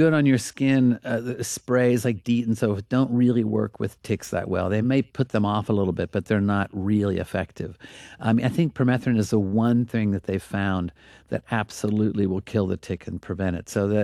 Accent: Oklahoma, United States; When I was growing up, I grew up in Oklahoma

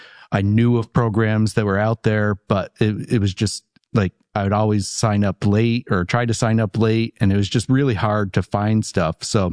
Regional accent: Burlington, Vermont, United States; I'm a local. I grew up in Vermont, in the Burlington area.

